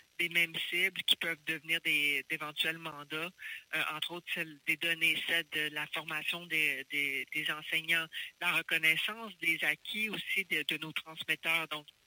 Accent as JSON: {"language": "French", "town": "Mashteuiatsh", "region": "Quebec", "country": "Canada", "said": "Pour moi, je suis Innu de Mastouyat."}